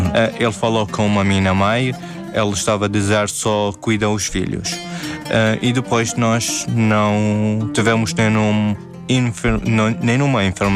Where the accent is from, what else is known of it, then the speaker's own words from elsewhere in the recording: Iraq; Portuguese is a second language; moved away; Eu saí do Iraque por causa das duas situações que aconteceram na minha vida e na vida da minha família.